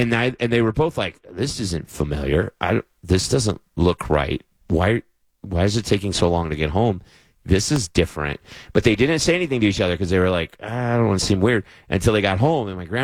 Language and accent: English; Waddy, Kentucky, United States; my hometown of Wadi.